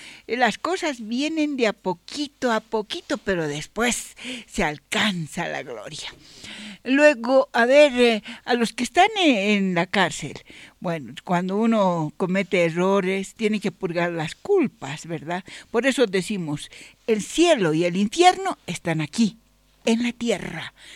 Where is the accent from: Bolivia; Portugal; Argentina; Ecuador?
Bolivia; somos bolivianos y a mucha honra